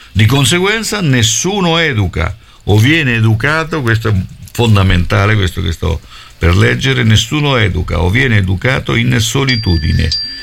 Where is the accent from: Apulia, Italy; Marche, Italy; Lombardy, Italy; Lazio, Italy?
Marche, Italy; Macerata; io da bambino stavo a Macerata, in un quartiere, insomma, quindi, effettivamente era come stare in un villaggio